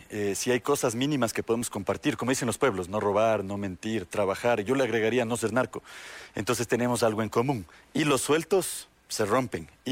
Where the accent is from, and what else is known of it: Ecuador